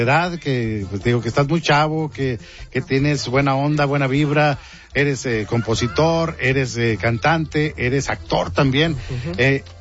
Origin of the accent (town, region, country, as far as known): Monterrey, Nuevo León, Mexico